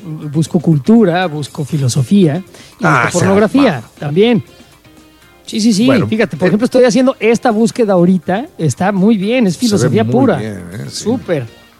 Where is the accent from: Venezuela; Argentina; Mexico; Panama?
Mexico; porque soy mexicano y llevo 57 años en esta tierra, que México pues tiene una alta tasa de desempleo